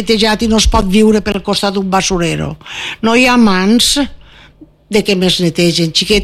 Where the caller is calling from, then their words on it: Oliva, Valencian Community, Spain; conec el meu poble. Perquè Oliva és molt Oliva.